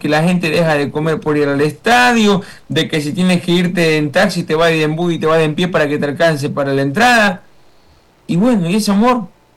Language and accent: Spanish; Ecuador; para nosotros como ecuatorianos que queremos que Ecuador haga un gran torneo